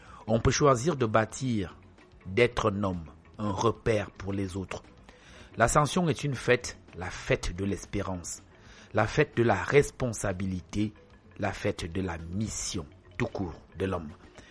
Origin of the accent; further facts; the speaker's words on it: Cameroon; Chez nous, au Cameroun